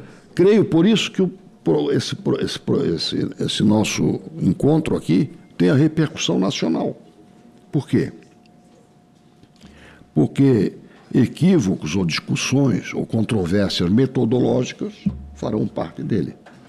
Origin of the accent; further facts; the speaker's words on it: Santa Catarina, Brazil; como nós catarinenses temos uma padroeira que é mulher, as mulheres têm algumas regalias, nem sempre benéficas.